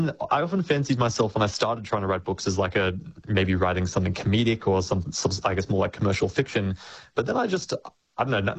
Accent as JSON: {"language": "English", "town": "Byron Bay", "region": "New South Wales", "country": "Australia", "tie": "born or raised there", "said": "So I grew up in Byron Bay, surfing every day before school, pretty much just a massive, huge part of my life growing up."}